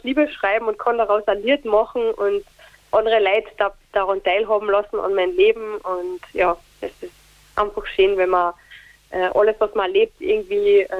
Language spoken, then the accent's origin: German; Carinthia, Austria; Heimat bedeutet für mich der Wörthersee einfach. Sobald ich den Wörthersee sehe, weiß ich, das ist meine Heimat, ich bin da und macht mich einfach glücklich.